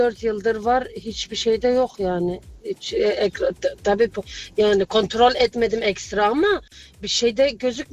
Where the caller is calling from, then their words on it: Frankfurt, Hesse, Germany; Frankfurt'tan arıyorum.